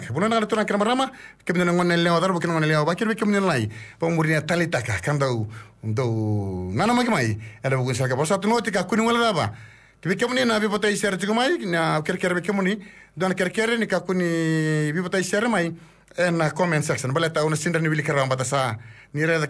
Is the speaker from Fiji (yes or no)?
yes; Fiji; moved away; my home country in Fiji